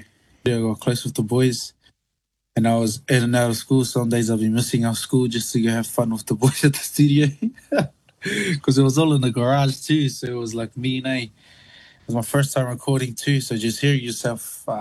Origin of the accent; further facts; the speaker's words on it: Auckland, New Zealand; born there; also born or lived in Melbourne, Australia; Growing up between South Auckland and Melbourne